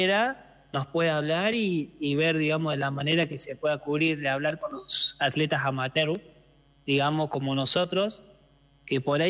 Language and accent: Spanish; Mina Clavero, Córdoba, Argentina; Exactamente, Mina Clavero, que tenemos a como mucho 20 minutos en medio de la montaña.